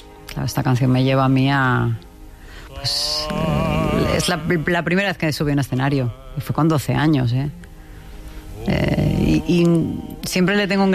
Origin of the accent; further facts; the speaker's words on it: Balearic Islands, Spain; soy de Mallorca y bueno, no sé dónde tal.